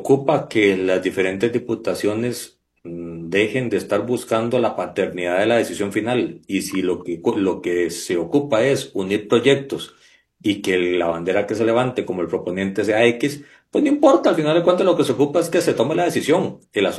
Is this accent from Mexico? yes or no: no; Costa Rica; Soy costarricense, amo mi país.